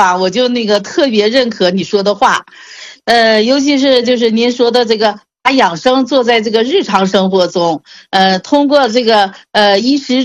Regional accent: Shenyang, Liaoning, China; 哎呀，尹老师，你听我说哈，我是沈阳人。

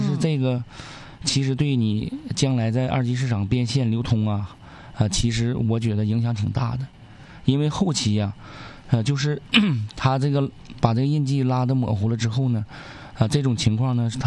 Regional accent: Northeast China, China; now in Changchun, China; 我觉得作为东北人来还是挺幸福的。你看在咱们长春虽说是热暑伏了

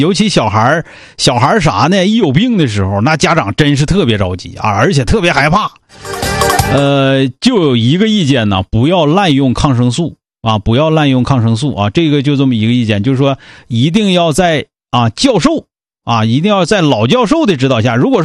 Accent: Northeast China, China

